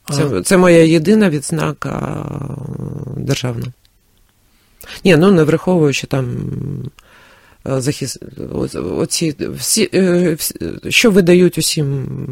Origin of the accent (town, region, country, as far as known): Kyiv, Ukraine